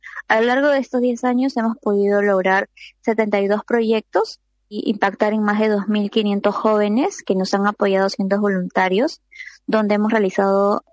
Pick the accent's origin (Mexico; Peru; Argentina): Peru; soy la primera peruana en ser seleccionada, entonces estoy muy contenta de poder representar a mi país